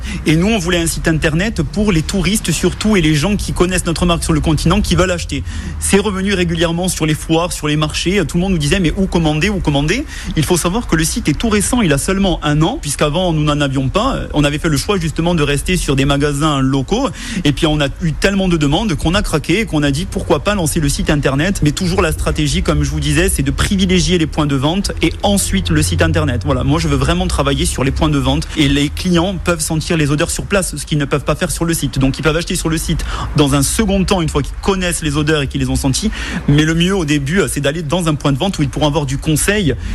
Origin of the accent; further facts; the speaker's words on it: Occitanie, France; Moi, par exemple, je suis du Tarn, à Vaud-Olivèze, et j'ai été baptisé là-bas, et je voulais faire un lien avec les églises de chez nous.